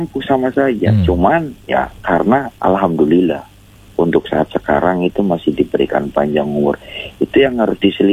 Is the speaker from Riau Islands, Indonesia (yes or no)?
no; West Java, Indonesia; Kalau saya orang Sunda ya.